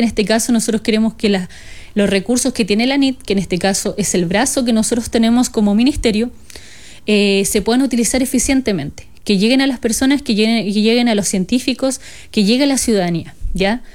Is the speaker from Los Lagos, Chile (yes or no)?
no; Temuco, Araucanía, Chile; also born or lived in Padre Las Casas; yo soy de Temuco.